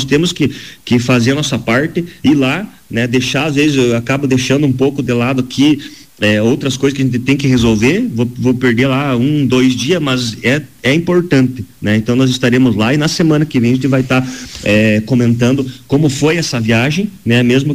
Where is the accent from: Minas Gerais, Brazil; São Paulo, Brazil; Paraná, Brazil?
Paraná, Brazil; Rio Azul; eu cresci no comércio aqui em Rio Azul